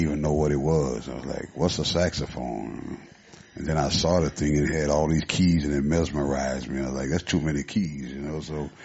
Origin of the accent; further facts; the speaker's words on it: Port Arthur, Texas, United States; I'm from Port Arthur, Texas